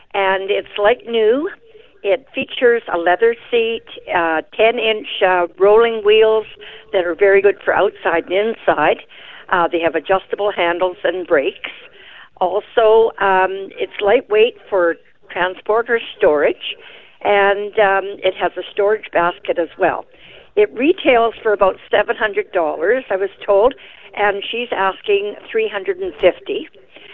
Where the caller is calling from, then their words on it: Gladstone, Manitoba, Canada; From Gladstone.